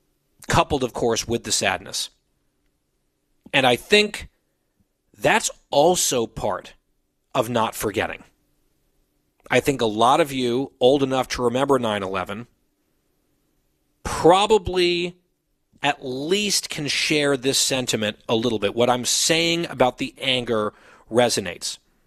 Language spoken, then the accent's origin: English; Ridgewood, New Jersey, United States; I did search my hometown, Ridgewood, New Jersey.